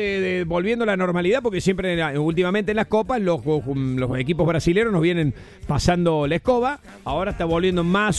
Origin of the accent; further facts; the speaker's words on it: La Calera, Córdoba, Argentina; escuchando la radio con Teno, somos de La Calera, mira qué lindo